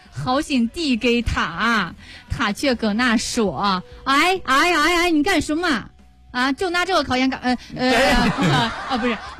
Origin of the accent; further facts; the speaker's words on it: Xuzhou, Jiangsu, China; 俺徐州人就是